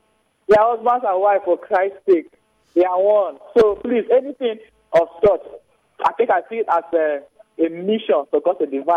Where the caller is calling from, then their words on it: Port Harcourt, Rivers, Nigeria; I'm calling from Port Harcourt.